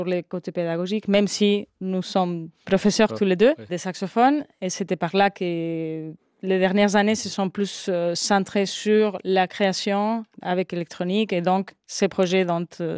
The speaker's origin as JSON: {"language": "French", "region": "southern Spain", "country": "Spain", "second_language": "French", "moved": "yes", "said": "Nous venons de l'Espagne, tous les deux du Sud."}